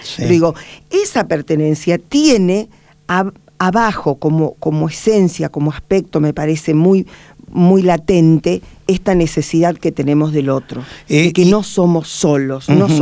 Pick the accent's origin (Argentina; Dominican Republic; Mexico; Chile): Argentina; Soy argentino de la cuna hasta el cajón, por Malvinas, por el Diego